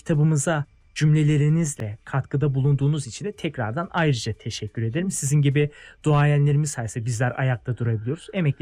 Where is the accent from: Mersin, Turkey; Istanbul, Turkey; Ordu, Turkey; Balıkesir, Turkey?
Istanbul, Turkey; ben de Beyoğlu'luyum. Yani doğma büyüme.